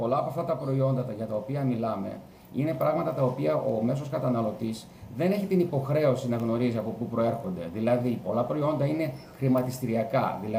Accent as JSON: {"language": "Greek", "country": "Greece", "said": "εμάς σαν Έλληνες"}